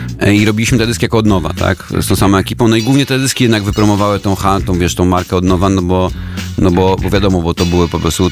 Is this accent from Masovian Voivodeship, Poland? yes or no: yes; Warsaw, Masovian Voivodeship, Poland; jestem z Warszawy, warszawiak